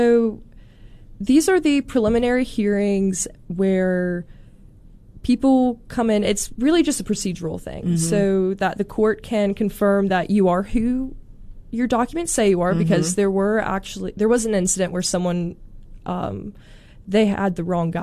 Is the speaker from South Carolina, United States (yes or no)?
yes; South Carolina, United States; moved away as an adult; also born or lived in Mississippi; now in Memphis, United States; I'm from South Carolina